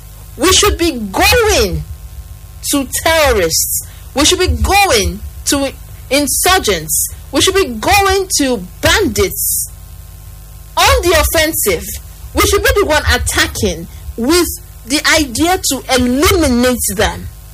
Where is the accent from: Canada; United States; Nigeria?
Nigeria; as a Nigerian